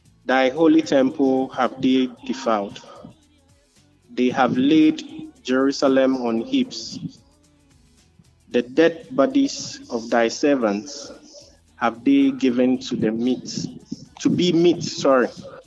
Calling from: Ofirikrom, Ghana; calling from Ofirikrom.

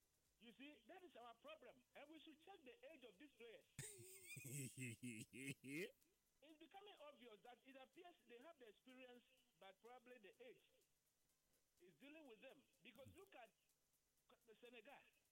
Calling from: Tepa, Ashanti, Ghana; calling from Tepa.

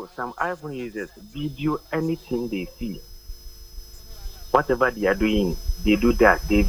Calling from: Amasaman, Greater Accra, Ghana; I'm calling from Amaseman.

